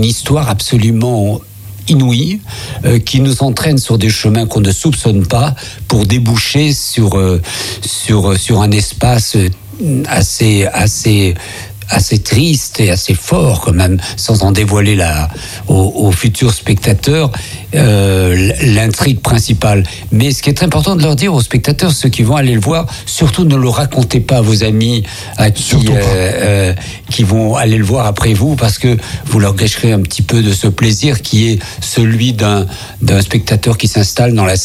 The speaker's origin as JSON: {"language": "French", "town": "Algiers", "region": "Algiers Province", "country": "Algeria", "tie": "born or raised there", "said": "j'ai tout refabriqué comme c'était quand j'étais gamin à Alger dans la Basse Casbah."}